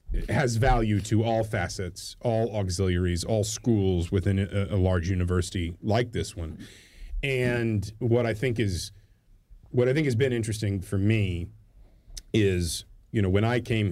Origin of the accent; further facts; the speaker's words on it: the South, United States; now in Bloomington, United States; I grew up in the South